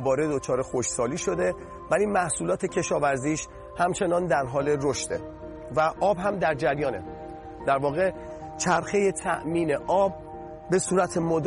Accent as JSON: {"language": "Persian", "town": "Rasht", "region": "Gilan", "country": "Iran", "tie": "born or raised there", "said": "من بچه رشت هستم تو شمال ایران"}